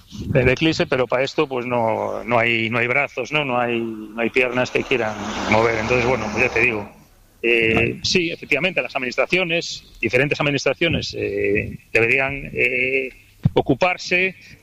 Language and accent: Spanish; Galicia, Spain; Yo, los cursos fluviales en unos ríos gallegos, bueno